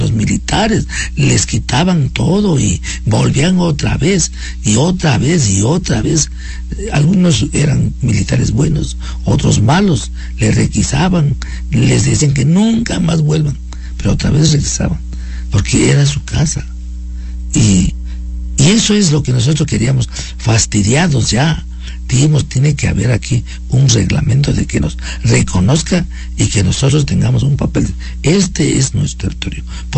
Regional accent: Ecuador; ser ecuatoriano, pero más que ecuatorianos ya éramos, pero nos ayuda en la cédula de que dice que somos ecuatorianos.

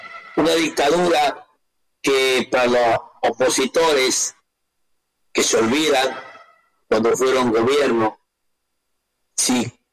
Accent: Ecuador; nosotros los ecuatorianos, partiendo de una óptica siempre oriental

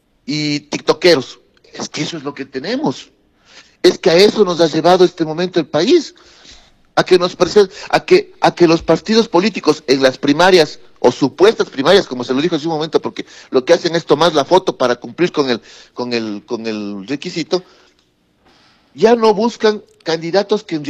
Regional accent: Ambato, Tungurahua, Ecuador; como ecuatoriano y especialmente como ambateño

